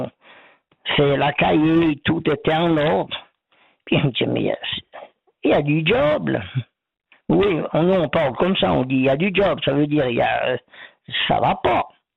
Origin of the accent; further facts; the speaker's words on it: Vaud, Switzerland; accent: Ormonds; tandis que moi, j'ai l'accent du pays d'en haut, des Ormonds.